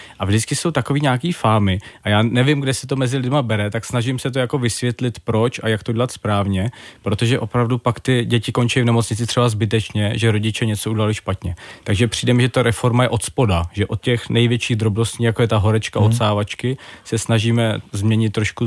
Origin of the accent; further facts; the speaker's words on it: Prague, Czechia; moved away as an adult; now in Jablonec nad Nisou, Czech Republic; A já jsem totiž Pražák původně, nebo Pražan by se řeklo, a hodně lidí se mi diví, že jsem takhle emigroval na menší město